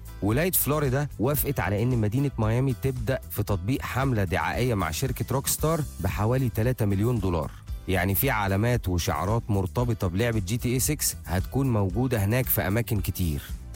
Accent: Egypt; عندنا في مصر

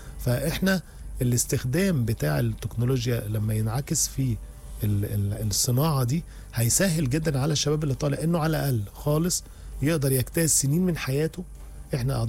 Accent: Egypt; واحنا كمصريين بنحب الكوميديا

